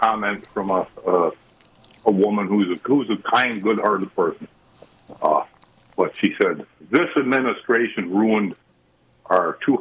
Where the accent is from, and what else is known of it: United States